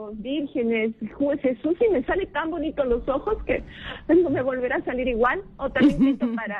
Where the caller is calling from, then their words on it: Lima, Peru; Desde San Juan de Miraflores.